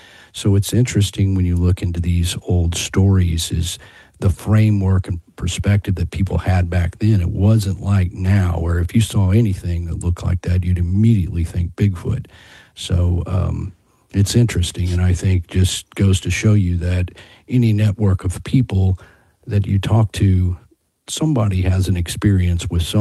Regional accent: Fort Worth, Texas, United States; born there; I was born in Fort Worth, so that's this is kind of a hometown monster for me.

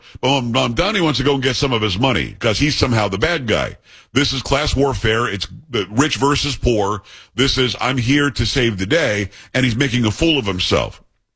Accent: Copiague, New York, United States; also born or lived in Amityville, United States; I'm from Long Island. I was born in Amityville. Copeg is my hometown. As the crow flies, probably 20 minutes to New York City.

